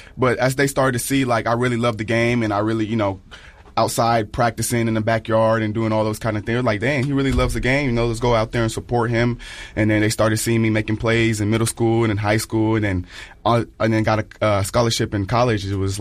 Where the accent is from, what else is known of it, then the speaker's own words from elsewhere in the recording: Texas, United States; also born or lived in Kenya; I'm a Texan.